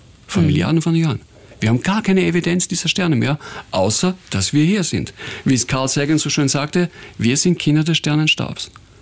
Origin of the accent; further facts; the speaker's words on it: Upper Austria, Austria; born there; Ich habe das Privileg gehabt, dass ich in der Kindheit viel am Land war, im Innviertel